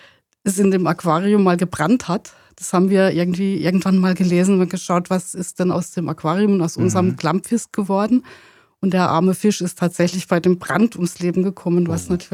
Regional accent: Southern Germany, Germany; moved away; weil wir stammen eigentlich aus Süddeutschland.

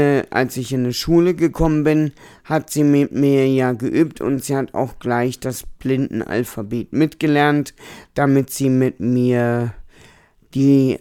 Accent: Rostock, Mecklenburg-Vorpommern, Germany; ich komme aus Rostock, ich bin seit Geburt blind

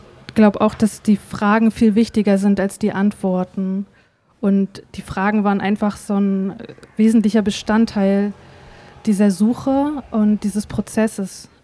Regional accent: Greifswald, Mecklenburg-Vorpommern, Germany; moved away as an adult; also born or lived in Berlin / Vienna / Leipzig; now in Rostock, Germany; Genau, ich komme gebürtig aus Greifswald in Vorpommern und bin so mit 19 nach Berlin gegangen und habe da erstmal mein Abitur nachgeholt.

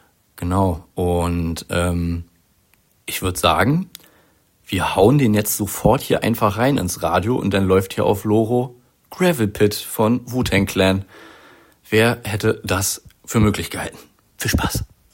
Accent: Berlin, Germany; moved away; Ich komme ja ursprünglich aus Berlin, aber verrate es keinem.

